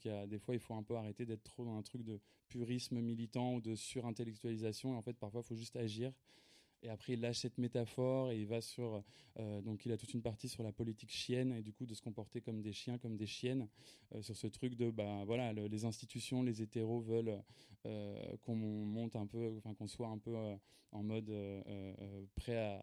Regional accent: Paris, Île-de-France, France; also born or lived in Madrid; moi du coup je suis de Paris

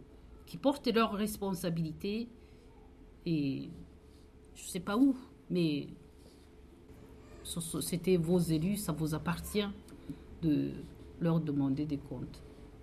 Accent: Rwanda; French is a second language; moved away

